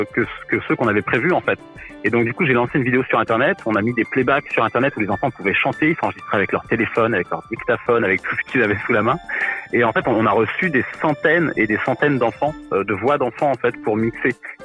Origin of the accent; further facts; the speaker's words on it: Sevran, Île-de-France, France; Mon enfance à Sevran, dans le 93.